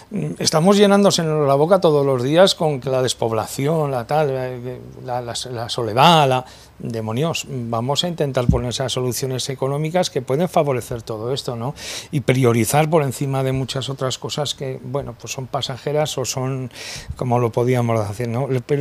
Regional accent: Muniesa, Aragon, Spain; si me permites quiero mandar un saludo a mi pueblo, a Muniesa, que me dicen muchas veces que te veo en la televisión

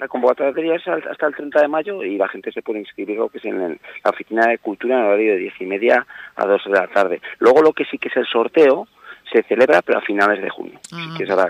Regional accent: Tarazona, Aragon, Spain; yo soy de Tarazona

